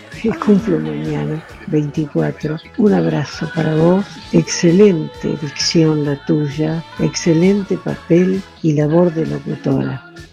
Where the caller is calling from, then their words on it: Buenos Aires, Argentina; Les habla … desde Villaluro.